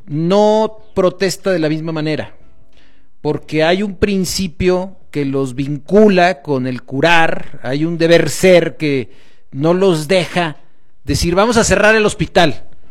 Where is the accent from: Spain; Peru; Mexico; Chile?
Mexico